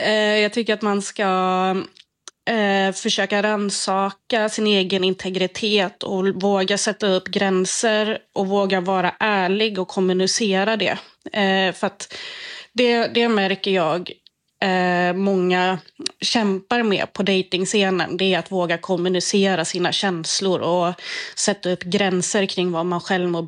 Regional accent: Krokom, Jämtland County, Sweden; Ja, precis. Det här är jätteroligt att få prata om det här just i P4 Jämtland.

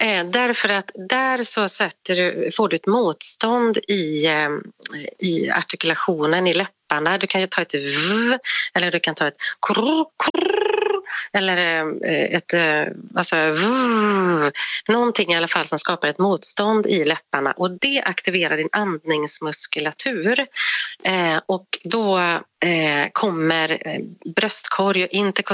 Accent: Borås, Västra Götaland County, Sweden; Så vi är ju från Borås, vet du, så vi håller ju hårt i vår textila tradition

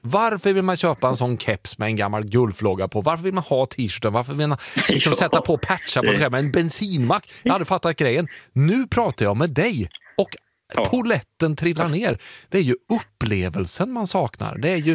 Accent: Värmland, Sweden; jag ska säga det, Nils, att för jag har vuxit upp i Värmland

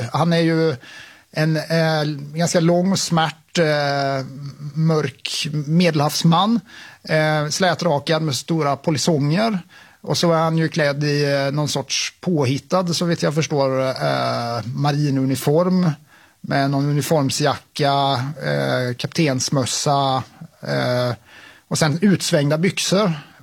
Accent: Mönsterås, Kalmar County, Sweden; Jag är uppvuxen i Mönsterås, lite nord, norr om Kalmar.

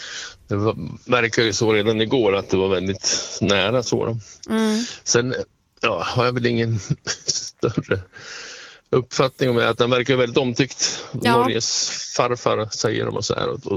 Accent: Sweden; moved away; vi har ju alltid potatisland hemma i Sverige.

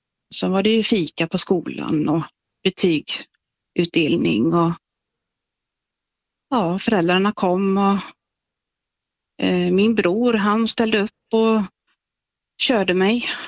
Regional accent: Kungälv, Västra Götaland County, Sweden; Mina föräldrar flyttade ner till Skåne. Jag är från Kungälv från början då.

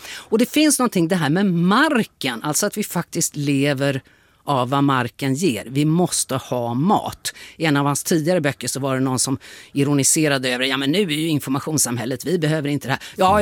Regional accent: Stockholm, Stockholm County, Sweden; Jag tycker ju ändå som stockholmare att det är roligt att han har skrivit en Stockholmsroman.

